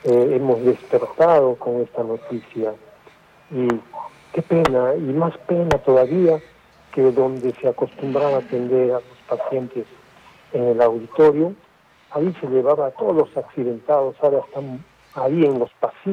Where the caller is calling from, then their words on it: Camaná, Arequipa, Peru; Les llamo de Camaná.